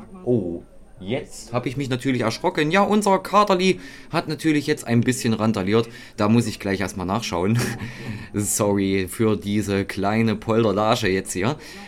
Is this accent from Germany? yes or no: yes; Roßleben, Thuringia, Germany; denn dieser Tipp ist in Naumburg und das ist noch nicht immer so weit weg von meinem Heimatort Roßleben.